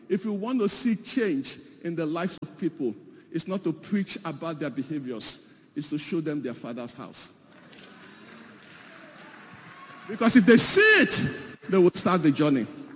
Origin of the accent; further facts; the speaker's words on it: Igboland, Nigeria; I'm a Nigerian. If you take the layer off from a Nigerian, I am an Igbo man by ethnicity.